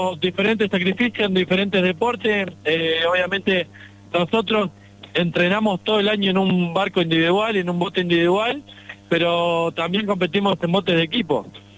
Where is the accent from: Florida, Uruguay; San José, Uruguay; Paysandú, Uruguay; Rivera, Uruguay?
San José, Uruguay; Delta del Tigre; somos los dos de San José, de Delta del Tigre, y entrenamos en el río Santa Lucía